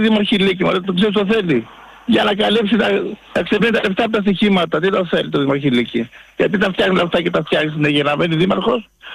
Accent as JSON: {"language": "Greek", "town": "Volos", "region": "Thessaly", "country": "Greece", "said": "από το Βόλο, μακρύς."}